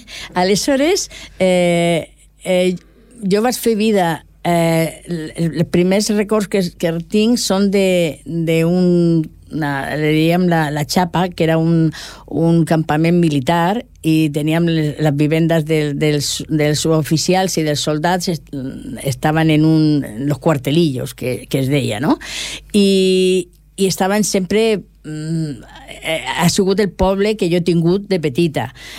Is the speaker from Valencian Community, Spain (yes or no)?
no; Cartagena, Region of Murcia, Spain; En primer lloc, dir que sóc de Cartagena, que això és molt important.